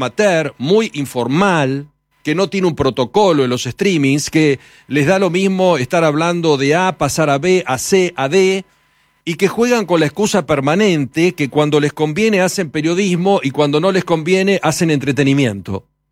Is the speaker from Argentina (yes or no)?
yes; Argentina; siendo argentinos como somos nosotros